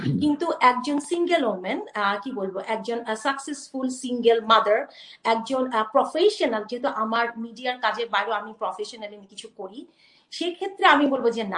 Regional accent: Bangladesh; moved away as an adult; also born or lived in New York City; now in Texas, United States

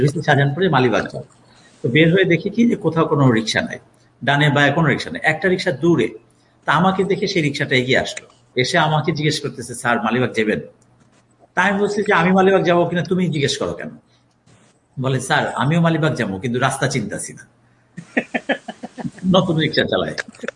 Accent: Narsingdi, Dhaka Division, Bangladesh; তা আমি এটার জন্য জিজ্ঞেস করছি যে আমার দেশের বাড়ি হচ্ছে নরসিংদী।

